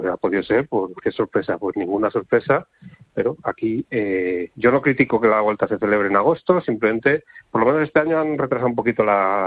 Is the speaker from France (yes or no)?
no; Segovia, Castile and León, Spain; es de mi tierra, de Segovia